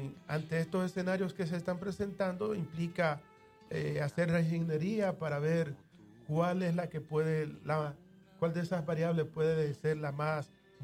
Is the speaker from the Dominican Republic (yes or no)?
yes; Dominican Republic; nosotros como República Dominicana